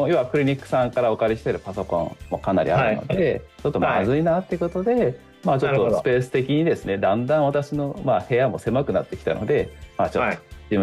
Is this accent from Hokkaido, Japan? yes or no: yes; Kushiro, Hokkaido, Japan; moved away as an adult; now in Sapporo, Japan; 私の出身っていうのは北海道釧路市、まあ、道東にある人口15万人ぐらいの、まあ、町なんですよね